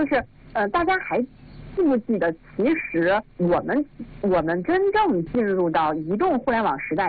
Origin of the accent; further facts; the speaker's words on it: China; 我觉得这个我们中国人特别熟悉